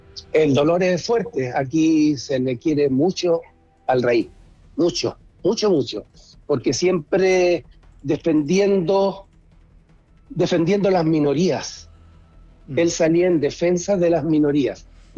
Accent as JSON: {"language": "Spanish", "country": "Chile", "moved": "yes", "lives_now": "Norway", "said": "Y yo no veo por dónde se pueda perder nuestro acento. Tampoco, no, en absoluto. No, y estoy al día. Yo, bueno, yo voy todos los años a Chile, tengo parte de mi familia allá, parte de mi familia acá, y todo sigue igual"}